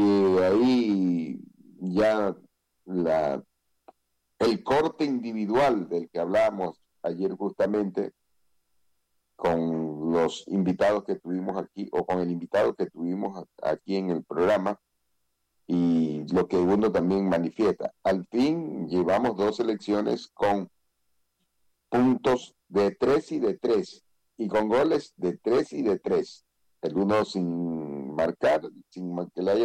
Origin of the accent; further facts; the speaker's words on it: Ecuador; digo ganamos porque somos ecuatorianos